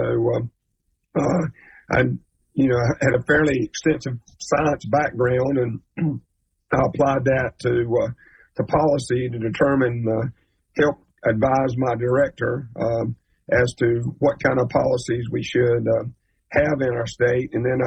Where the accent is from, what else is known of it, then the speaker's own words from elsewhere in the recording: Bath, North Carolina, United States; I grew up in our oldest town in North Carolina, Bath. And so I grew up on the water, the banks of the Pamlico River.